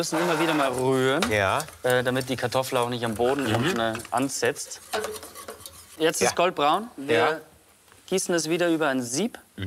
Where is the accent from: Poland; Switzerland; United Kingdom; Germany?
Germany; Bavaria; also born or lived in Austria; In Österreich geboren, aber im Landkreis Traunstein aufgewachsen.